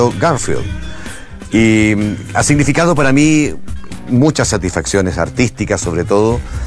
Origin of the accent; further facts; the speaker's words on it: Chile; Soy actor chileno, actor de doblaje, y llevo 43 años haciendo doblajes en mi país